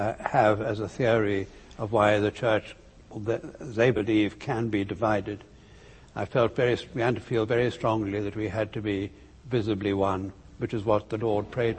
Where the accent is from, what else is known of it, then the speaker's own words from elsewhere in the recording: South Africa; born there; My history of the Civil War isn't very great. I was born in South Africa, remember?